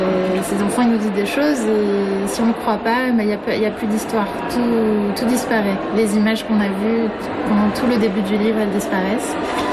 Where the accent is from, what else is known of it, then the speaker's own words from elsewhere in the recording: Marseille, Provence-Alpes-Côte d'Azur, France; je viens de France, de Marseille, pour Europa Illustration et la Foire du Livre de Madrid.